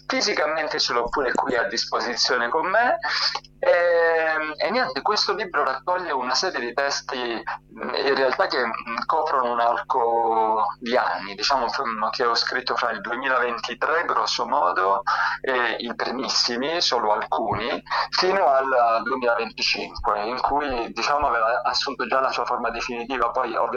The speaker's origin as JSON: {"language": "Italian", "town": "Soverato", "region": "Calabria", "country": "Italy", "tie": "born or raised there", "said": "in Calabria, vicino insomma, al mio paese a Soverato"}